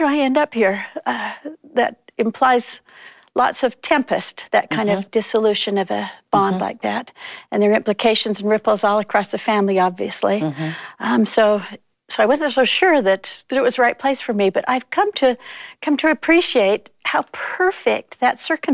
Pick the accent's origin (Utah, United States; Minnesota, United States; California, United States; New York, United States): Utah, United States; Salt Lake City; I grew up in Salt Lake City.